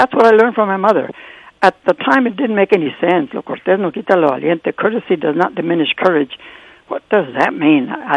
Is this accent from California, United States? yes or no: yes; San Bernardino, California, United States; Because it's my hometown, and I'm just so sad at what has happened here.